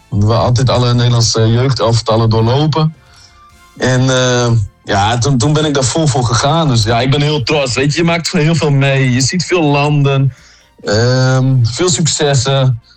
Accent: Groningen, Netherlands; Ja, want ik ben een Groninger.

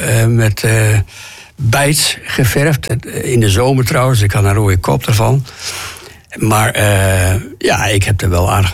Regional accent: Friesland, Netherlands; moved away; also born or lived in Groningen; het Gaasterland, ik moet verder niet uitleggen dat ik in Friesland ben geboren, maar dat Gaasterland waar ik geboren ben is ook wel heel mooi. Dat is een beetje glooiend. Er zit een klif en er zitten wat bossen. Dus het is wel een heel mooi stukje Friesland.

